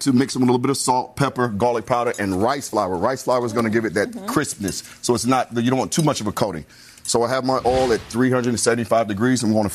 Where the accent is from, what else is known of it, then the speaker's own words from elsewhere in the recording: Georgia, United States; I'm from Georgia. I was born in Georgia.